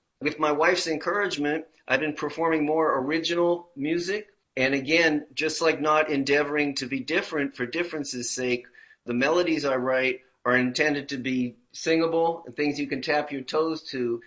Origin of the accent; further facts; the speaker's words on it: New York City, New York, United States; And so it motivated my moving back to my hometown of New York City when I was 19 in the spring of 1982.